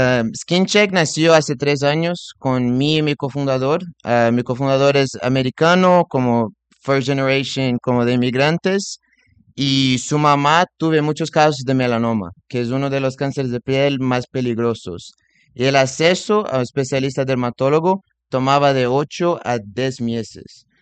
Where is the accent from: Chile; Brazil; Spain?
Brazil; Spanish is a second language; moved away as an adult; now in United States; puede mirar en mi acento, pero soy brasileño, hace 10 años que vivo en los Estados Unidos